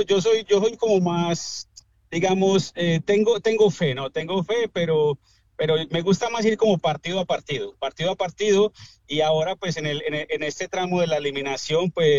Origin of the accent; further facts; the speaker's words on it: Colombia; que nos ilusiona a todos como colombianos